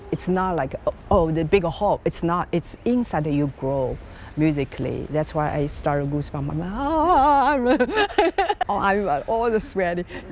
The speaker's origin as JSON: {"language": "English", "town": "Hangzhou", "region": "Zhejiang", "country": "China", "tie": "born or raised there", "said": "He used my hometown, Hangzhou, and Suzhou Pingtan music, my hometown music, folk tunes. And so every time I hear that music, that melody, I see the mountains, I see the landscape of my hometown, Hangzhou."}